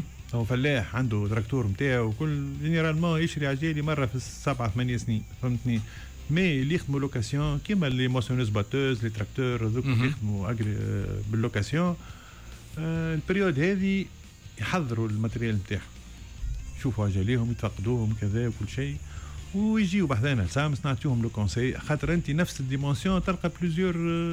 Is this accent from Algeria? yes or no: no; Tunisia; خاطر احنا ما عندناش لا فيرك لا لا ثلج لا حتى شيء.